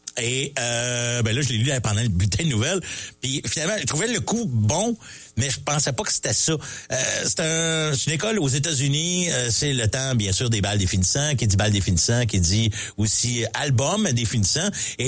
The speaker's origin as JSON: {"language": "French", "town": "Mont-Saint-Hilaire", "region": "Quebec", "country": "Canada", "said": "Moi, je viens de Saint-Hilaire, puis en face de la polyvalente, de la montagne de Mont-Saint-Hilaire, puis t'as une paroi rocheuse."}